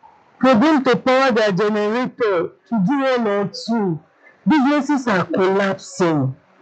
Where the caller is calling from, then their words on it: Nigeria; we as Nigerians